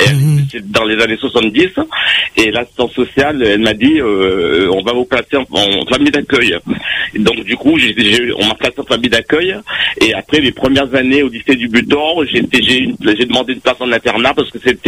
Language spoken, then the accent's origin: French; Réunion; now in Metropolitan France; je suis de La Réunion et j'ai vécu, j'ai été placé quand j'avais à l'âge de 8 ans.